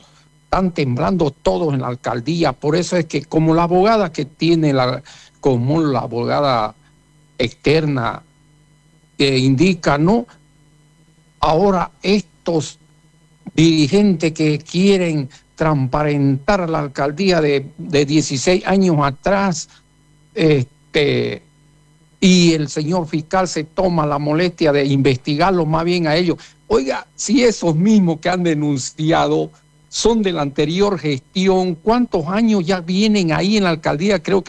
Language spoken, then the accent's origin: Spanish; Montero, Santa Cruz, Bolivia; Mi pueblo de Montero, abran los ojos, abran los ojos.